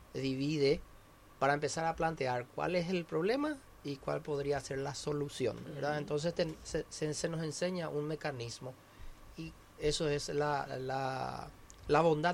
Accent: Paraguay; Es la población, somos nosotros los paraguayos.

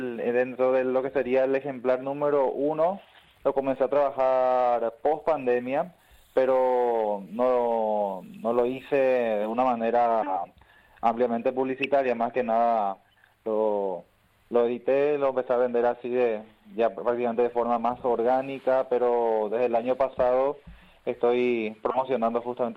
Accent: Natalio, Itapúa, Paraguay; yo particularmente soy de Natalio, departamento

